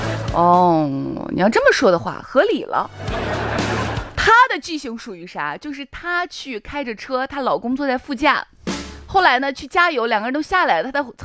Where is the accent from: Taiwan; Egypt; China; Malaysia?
China; Shaanxi; 我们陕西人从来不想出去。